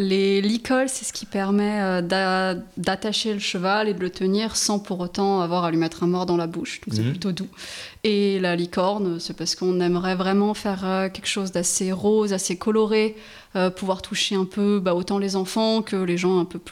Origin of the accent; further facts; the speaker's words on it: Montpellier, Occitanie, France; moved away; also born or lived in Gard; Moi, à la base, je viens de Montpellier et on a fait 6 ans après dans le Gard.